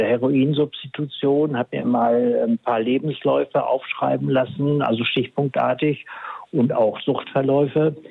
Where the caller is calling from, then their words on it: Tönning, Schleswig-Holstein, Germany; aus Tönning in Schleswig-Holstein.